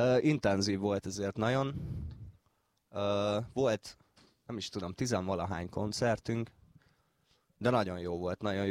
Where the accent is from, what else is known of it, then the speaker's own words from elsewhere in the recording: Hungary; kiderült, hogy magyar vagyok